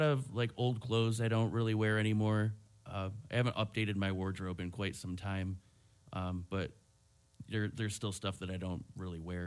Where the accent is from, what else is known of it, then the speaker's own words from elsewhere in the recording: Jamestown, New York, United States; Jamestown, New York. That's my hometown.